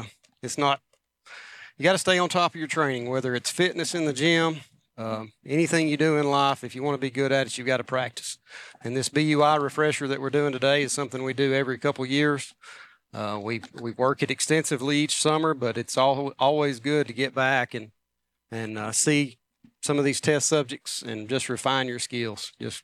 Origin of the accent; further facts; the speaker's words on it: Savannah, Tennessee, United States; So I grew up in Savannah, Tennessee, in West Tennessee.